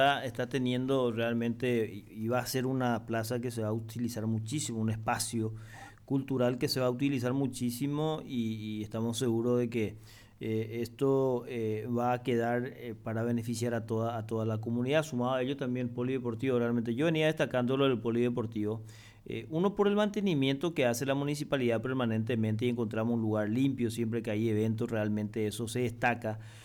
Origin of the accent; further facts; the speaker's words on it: Pilar, Ñeembucú, Paraguay; los que somos acá de Pilar